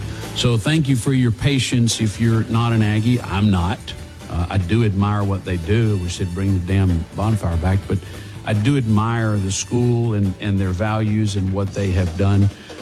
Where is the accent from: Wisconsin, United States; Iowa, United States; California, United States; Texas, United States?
Texas, United States; Orange; I'm proud that we're both from Orange and both from Riverside, and you just a couple of years behind my dad at Stark High School.